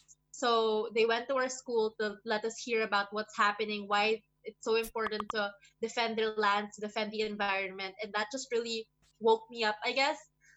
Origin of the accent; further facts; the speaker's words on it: Philippines; I am from the Philippines.